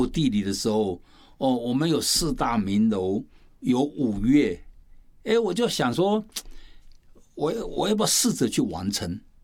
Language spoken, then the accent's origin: Chinese; Taipei, Taiwan; 我今年70岁了，在台北住了就70年。